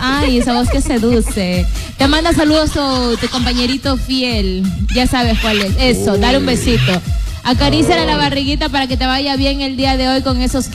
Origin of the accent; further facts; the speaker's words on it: Ecuador; sigo siendo ecuatoriana de corazón, emocionada por esos partidos tan intensos que nos dieron